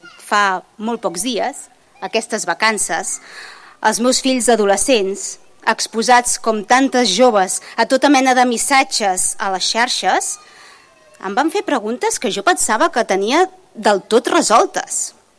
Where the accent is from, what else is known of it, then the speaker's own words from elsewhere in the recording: Catalonia, Spain; first language Catalan; soc catalana i n'estic molt orgullosa de ser catalana. Orgullosa de la nostra llengua, de la nostra cultura